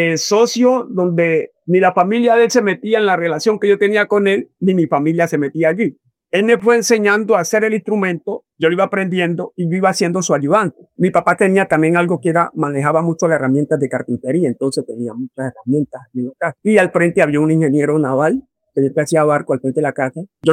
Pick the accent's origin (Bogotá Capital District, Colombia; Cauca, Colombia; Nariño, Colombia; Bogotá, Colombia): Cauca, Colombia; Guapi; Soy de Huapicauca. Y me considero pues un hombre de mi territorio, de mi cultura y de esas tradiciones que nuestros mayores nos han dejado.